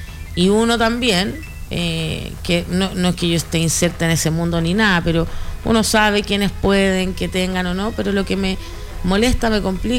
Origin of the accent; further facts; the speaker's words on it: Putaendo, Valparaíso, Chile; No se vengan a mi pueblo.